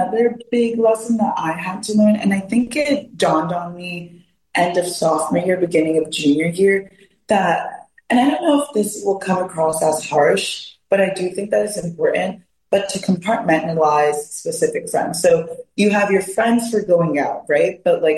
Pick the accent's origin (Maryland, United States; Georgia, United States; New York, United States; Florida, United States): Maryland, United States; I am originally from Maryland. My parents are Panamanian